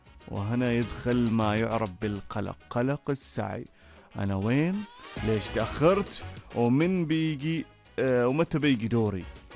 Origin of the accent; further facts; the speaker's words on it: Oman; وحين يقال من وين أنت يكفينا فخرا أن تكون الإجابة من عمان.